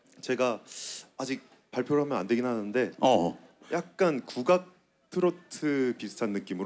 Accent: Hoengseong, Gangwon, South Korea; 저는 횡성 초등학교, 횡성 중학교, 횡성 고등학교를 나왔습니다.

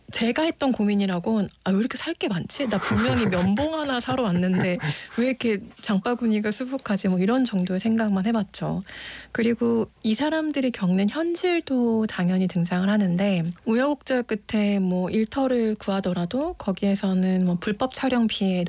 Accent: Seoul, South Korea; 저는 서울에서 나고 자라서 그냥 서울 안에서 생활하는 게 너무 익숙한 사람이었는데

